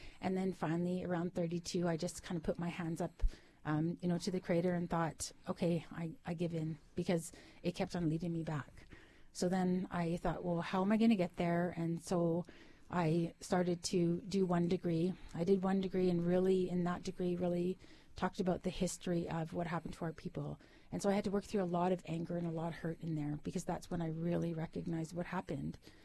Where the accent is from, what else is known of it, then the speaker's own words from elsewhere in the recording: Yukon, Canada; moved away; originally I'm from the Yukon.